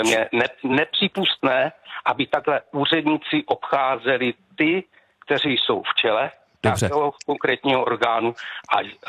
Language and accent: Czech; Brno, South Moravian Region, Czechia; já jsem z Brna